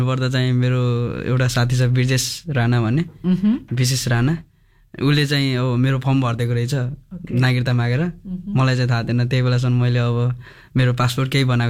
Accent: Kohalpur, Lumbini Province, Nepal; moved away; मेरो घर नेपालगञ्ज दिदी

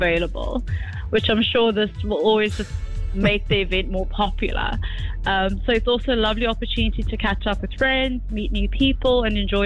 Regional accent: South Africa; I'm from South Africa.

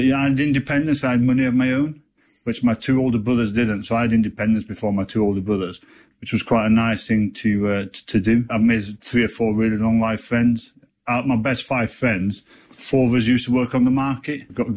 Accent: Dodworth, Yorkshire and the Humber, United Kingdom; born there; I was born in Dodworth. Dad was a miner.

